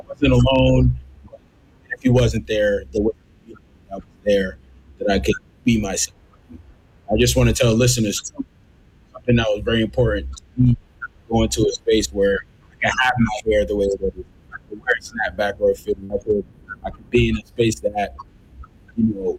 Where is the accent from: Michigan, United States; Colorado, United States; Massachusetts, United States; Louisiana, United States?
Massachusetts, United States; Boston; born and raised in Professor Mass, in the city of Boston. I grew up loving shoes, grew up loving fashion. Single parent household. My mom from Honduras.